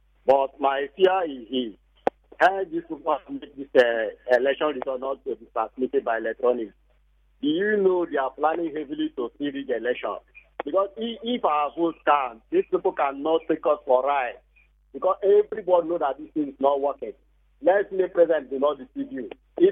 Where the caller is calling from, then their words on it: Port Harcourt, Rivers, Nigeria; calling from Uniport.